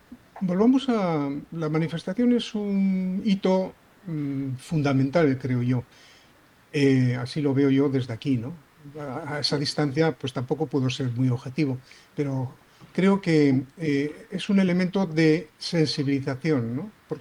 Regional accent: Basque Country, Spain

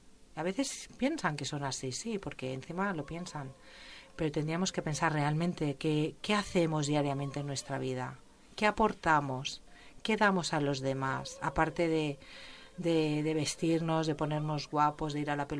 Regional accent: Catalonia, Spain; europea y me considero, yo soy española, soy catalana, pero yo soy ciudadana del mundo, porque no me considero ni catalana ni española

